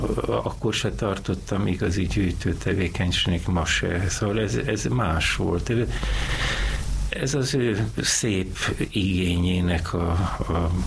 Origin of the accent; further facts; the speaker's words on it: Budapest, Hungary; Hát budai vagyok, sőt erdőszéli vagyok, mert ahol mi lakunk 75 éve, az erdőszéle volt még akkor